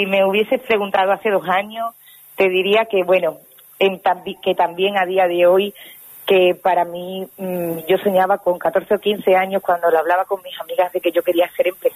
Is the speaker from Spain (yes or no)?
yes; Calamonte, Extremadura, Spain; yo realmente soy de Calamonte